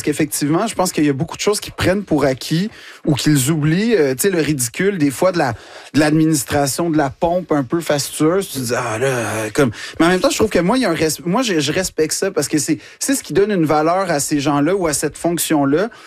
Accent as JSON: {"language": "French", "region": "Quebec", "country": "Canada", "said": "J'essaie de si ils me regardent de haut du fait que je suis québécois"}